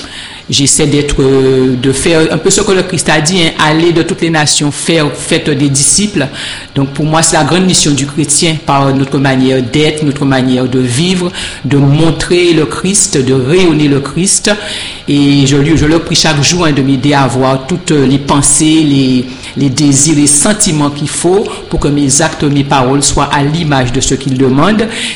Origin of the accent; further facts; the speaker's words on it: Pointe-à-Pitre, Guadeloupe; now in Baie-Mahault, Guadeloupe; je suis une citoyenne. J'ai grandi à Pointe-à-Pitre et maintenant j'habite Bimaro.